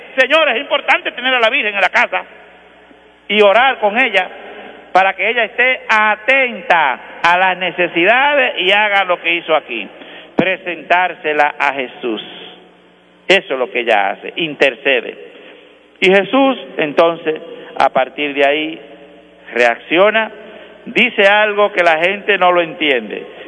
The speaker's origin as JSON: {"language": "Spanish", "country": "Dominican Republic", "said": "los dominicanos tenemos dominicanismos"}